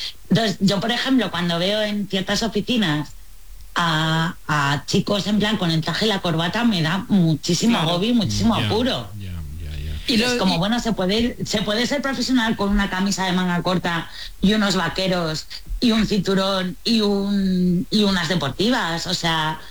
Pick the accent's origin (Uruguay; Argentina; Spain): Spain; no lo veo tan hortera porque yo soy española